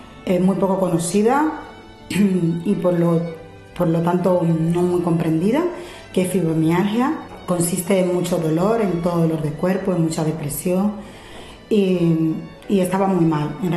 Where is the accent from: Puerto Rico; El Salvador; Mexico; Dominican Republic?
Dominican Republic; moved away as an adult; now in Castellón, Spain; Soy de República Dominicana y ahora estoy aquí como miembro de la Iglesia de Castellón. Hace mucho tiempo que estoy aquí en España, desde el 2006.